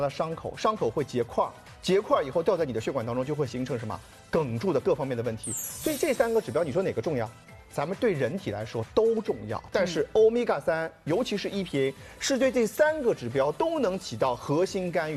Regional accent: China; 就按照我们中国人日常饮食的情况下，慢慢吃

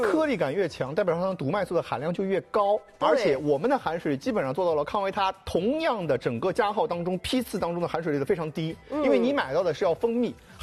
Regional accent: China; 第二点这种情况下我们中国人讲究共餐啊

